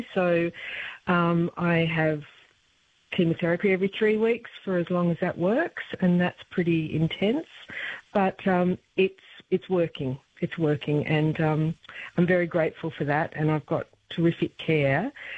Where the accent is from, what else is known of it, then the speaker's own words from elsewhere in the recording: Armidale, New South Wales, Australia; growing up in Armidale in a family that, you know, cared a lot about social justice and went to a school, O'Connor, that, you know, was very focused on social justice issues.